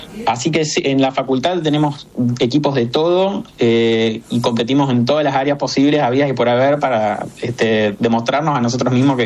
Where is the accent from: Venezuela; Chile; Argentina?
Argentina; para nosotros como argentinos es un logro